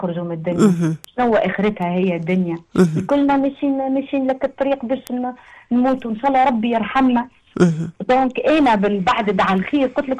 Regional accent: Tunisia; بلادنا تونس

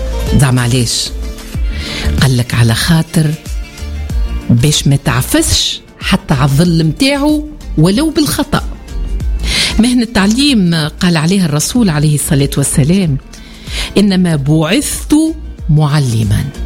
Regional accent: Chebba, Mahdia Governorate, Tunisia; born there; وعمري 10 سنين نقرأ سنة 5 ابتدائي في المدرسة الابتدائية الحومة الشرقية بالشابة.

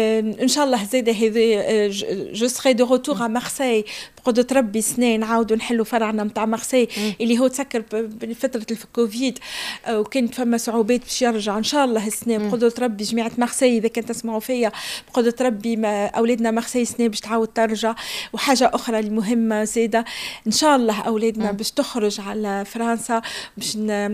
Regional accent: Tunisia; تونس تتطور، تونس تونس نتاعنا ونحبوها

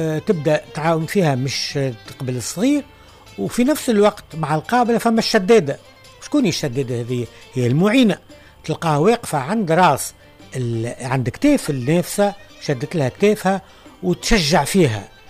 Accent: Tunisia; كانت موجودة عندنا في تونس

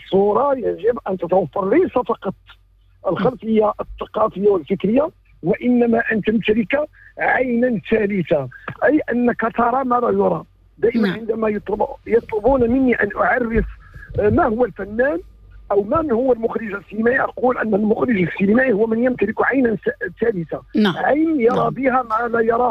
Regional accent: Morocco; أو ما نسميه عندنا في المغرب التمغربيت.

